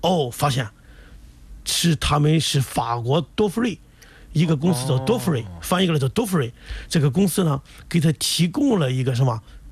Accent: Rizhao, Shandong, China; 他来过我日照我的老家2次

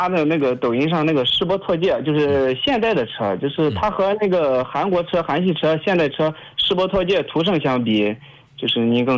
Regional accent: Tai'an, Shandong, China; 我们泰安这边就是我老家那边，它那个坡度特别多。

